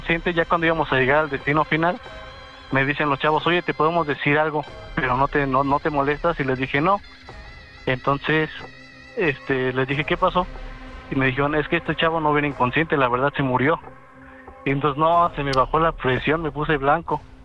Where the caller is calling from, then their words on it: Mexico City, Mexico; De aquí, de la Ciudad de México, trabajando.